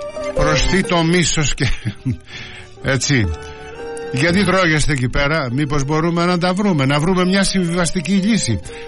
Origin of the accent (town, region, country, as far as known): Greece